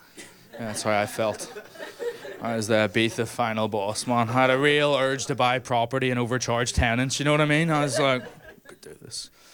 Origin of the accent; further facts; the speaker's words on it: Northern Ireland, United Kingdom; I am from Northern Ireland.